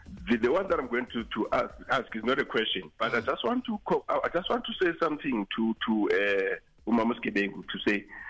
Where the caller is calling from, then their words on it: Bloemfontein, Free State, South Africa; I'm based in Bloemfontein.